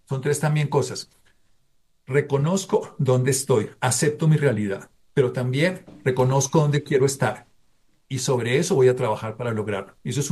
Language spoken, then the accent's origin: Spanish; Colombia; Pero como colombianos, dejemos las divisiones, dejemos todas las hipótesis que nos separan y juntémonos porque nos tiene que doler a todos.